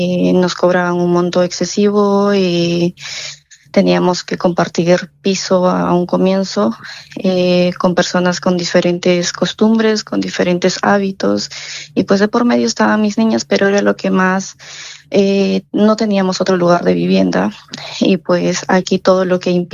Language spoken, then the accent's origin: Spanish; Peru; moved away as an adult; con la intención de buscar nuevas oportunidades, un mejor futuro para ellas, ya que mi país de origen es Perú.